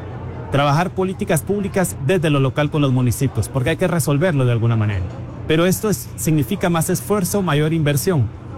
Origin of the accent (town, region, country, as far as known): San Agustín Acasaguastlán, El Progreso, Guatemala